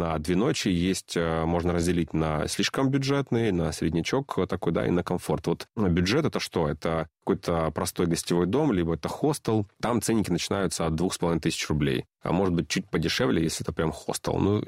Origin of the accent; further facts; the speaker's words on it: Saint Petersburg, Russia; now in Moscow, Russia; А он бывший мой, я уже москвич.